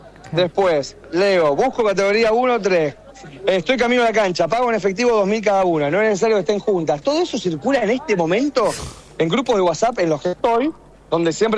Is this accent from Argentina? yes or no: yes; Argentina